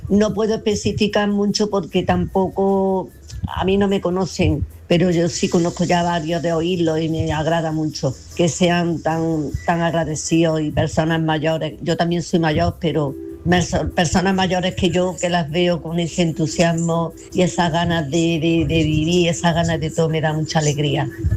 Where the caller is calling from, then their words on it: Córdoba, Andalusia, Spain; Hola, Manolo. Buenas tardes, mira … de Córdoba.